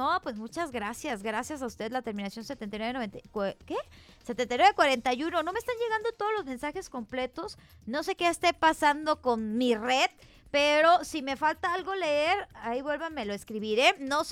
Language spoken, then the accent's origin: Spanish; Tequesquitlán, Jalisco, Mexico; moved away; mi pueblo querido Tequesquitlán.